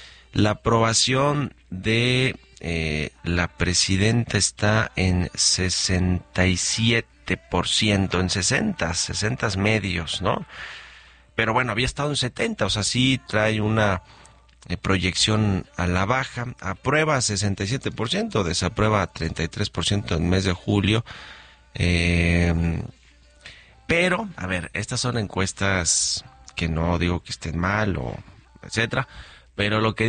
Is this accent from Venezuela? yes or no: no; Mexico; somos mexicanos